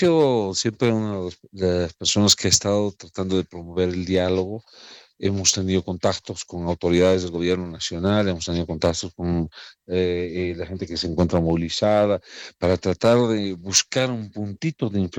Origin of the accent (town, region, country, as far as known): Bolivia